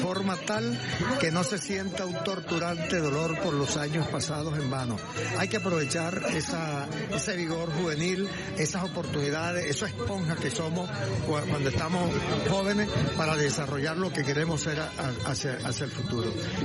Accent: Eastern Venezuela, Venezuela; lo que somos como venezolanos y como orientales fundamentalmente

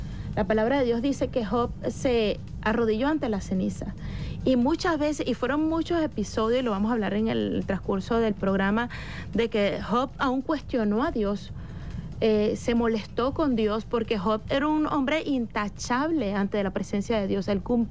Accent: Venezuela; ¿Qué tan malo soy como venezolano para que nos pase esto o nos acontezca esto?

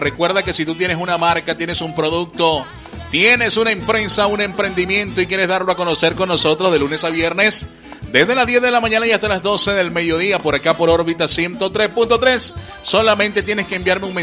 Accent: Venezuela; nosotros los venezolanos

